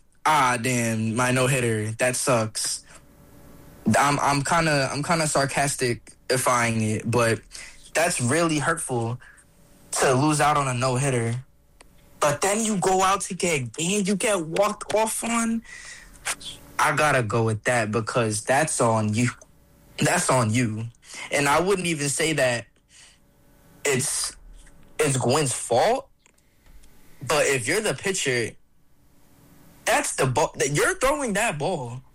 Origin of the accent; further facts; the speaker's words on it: New York City, New York, United States; my hometown, Corona Queens